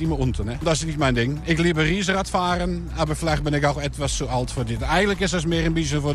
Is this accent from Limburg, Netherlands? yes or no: yes; Roermond, Limburg, Netherlands; German is a second language; Ich komme selbst aus Roermond